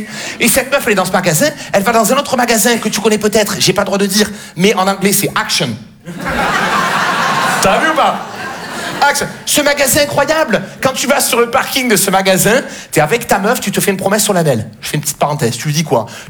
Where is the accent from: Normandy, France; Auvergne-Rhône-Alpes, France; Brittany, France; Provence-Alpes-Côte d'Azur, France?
Provence-Alpes-Côte d'Azur, France; Marseille